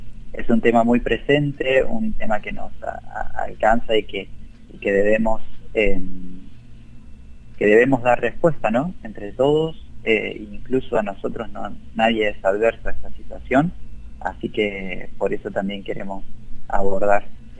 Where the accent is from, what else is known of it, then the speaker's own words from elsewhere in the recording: Carmen de Areco, Buenos Aires Province, Argentina; yo soy de Carmen de Areco